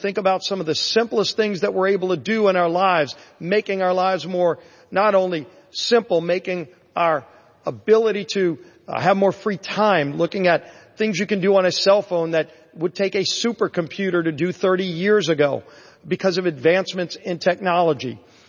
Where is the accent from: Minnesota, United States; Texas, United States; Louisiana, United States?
Louisiana, United States; my home state of Louisiana.